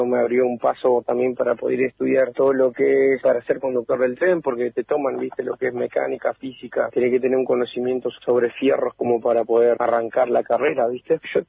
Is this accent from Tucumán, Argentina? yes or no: no; Esquel, Chubut, Argentina; soy el maquinista acá de La Trochita. Soy de Esquel, tengo 37 años.